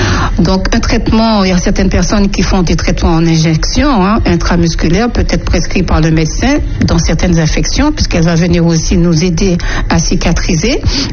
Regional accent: Martinique; chez nous à la Martinique.

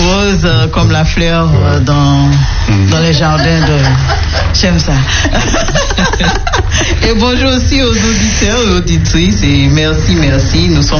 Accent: St. Lucia; now in Martinique; je suis de l'île de Sainte-Lucie. Je viens de l'île de Sainte-Lucie et je suis bien adopté ici en Martinique et je suis l'enfant de Martinique maintenant.

